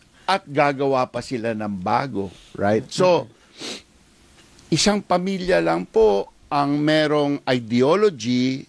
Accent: Ilocos Region, Philippines; taga Pangasinan po ako, ang layo-layo sa Bataan.

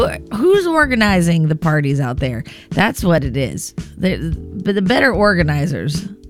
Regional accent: California, United States; growing up in California

